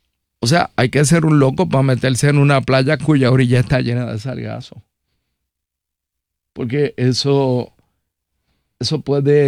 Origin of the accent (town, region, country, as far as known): Santurce, San Juan, Puerto Rico; born or raised there